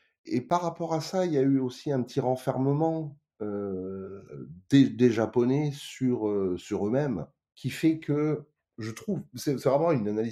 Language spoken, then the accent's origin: French; Nice, Provence-Alpes-Côte d'Azur, France; Je joue régulièrement aussi au musée des arts asiatiques de Nice, donc là c'est ma ville natale, on va dire que je suis à la maison.